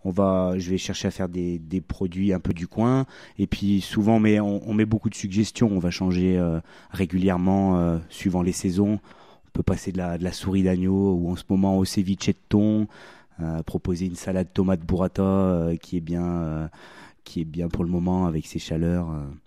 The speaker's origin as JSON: {"language": "French", "town": "Bourg-Argental", "region": "Auvergne-Rhône-Alpes", "country": "France", "tie": "born or raised there", "said": "moi j'ai grandi à Bourg-Argental, j'ai fait jusqu'à mon collège, je sais que c'est un village tranquille"}